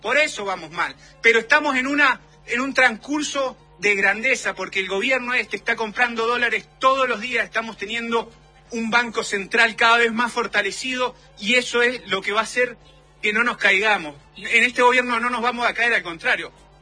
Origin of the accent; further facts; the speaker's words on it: Argentina; lo más grande que tenemos como argentinos, la ilusión.